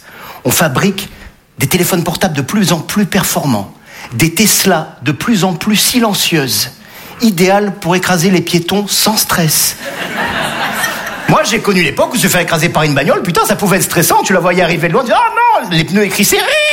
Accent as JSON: {"language": "French", "town": "Nice", "region": "Provence-Alpes-Côte d'Azur", "country": "France", "said": "Eh ouais, je suis niçois, les amis, ouais. Eh ouais, humoriste niçois."}